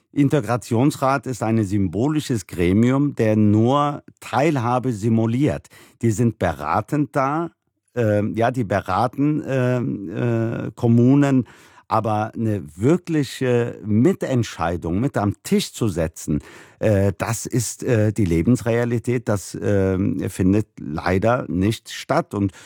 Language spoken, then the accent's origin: German; Germany; egal wo ich auf der Welt bin, wenn ich gefragt werde, wo ich herkomme, sage ich immer, ich bin Deutscher. Nur hier in Deutschland ist das, ja, nur hier kann ich das nicht so ganz machen.